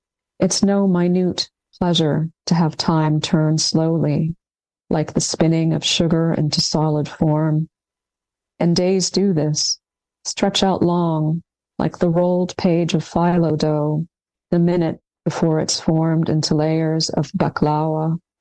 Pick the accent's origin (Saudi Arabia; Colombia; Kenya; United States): Saudi Arabia; Jeddah, Makkah Province; was a young girl memorizing Quran and living in the city of Jeddah, my hometown, we were very isolated from the West.